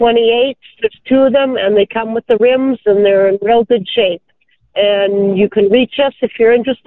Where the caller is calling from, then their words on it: Poplarfield, Manitoba, Canada; Calling from Poplar Fields.